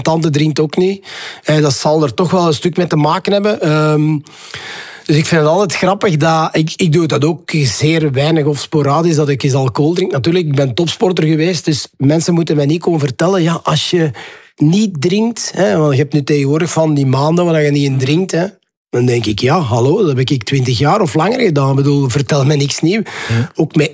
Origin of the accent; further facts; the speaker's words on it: Ninove, Flanders, Belgium; Dan zitten we in Ninove. Ik ben geboren en getogen in Ninove.